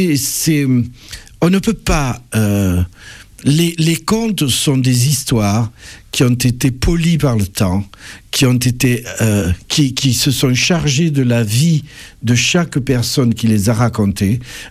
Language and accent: French; Carcassonne, Occitanie, France; moved away as an adult; also born or lived in Toulouse; Je suis originaire de Carcassonne, oui, j'ai passé toute mon enfance à Carcassonne.